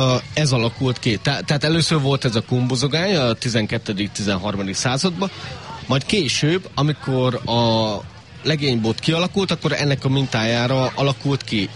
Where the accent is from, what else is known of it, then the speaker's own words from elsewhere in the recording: Kunság, Hungary; born there; Kun hagyományőrző vagyok, itt születtem.